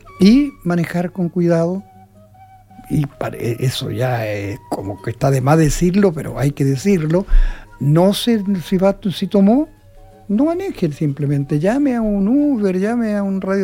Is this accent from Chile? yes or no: yes; Chile; now in Iquique, Chile; Nos sentimos orgullosos de ser chileno.